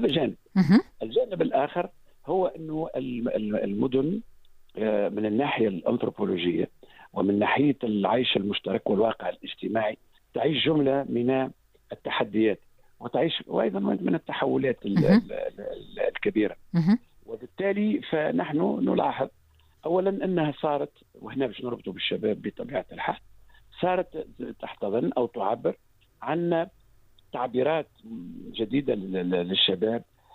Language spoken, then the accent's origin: Arabic; Tunisia; موجودة عندنا في تونس